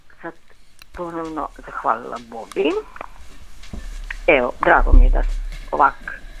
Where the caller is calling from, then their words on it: Koprivnica, Koprivnica-Križevci County, Croatia